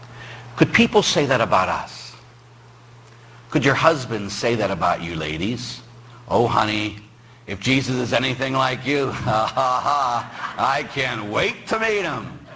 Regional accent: Ireland; Or, Father, we're Irish. We do it when we're drunk.

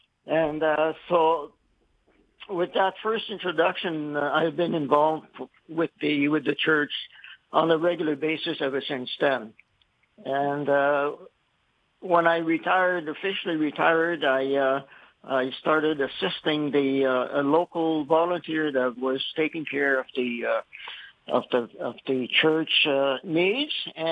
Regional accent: Notre Dame de Lourdes, Manitoba, Canada; now in St. Malo, Canada; I came from a small town in Manitoba called Notre Dame de Lourdes, which was a French community, very religious in the sense that I was born in 1945.

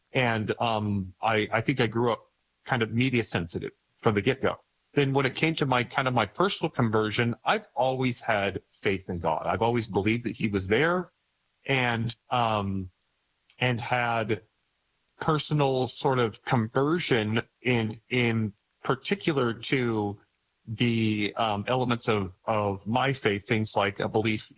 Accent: Idaho, United States; born or raised there

